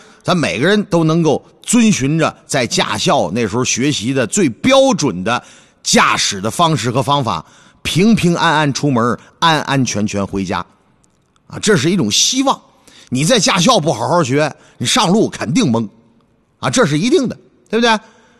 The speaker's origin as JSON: {"language": "Chinese", "region": "Northeast China", "country": "China", "said": "我们东北话叫善说"}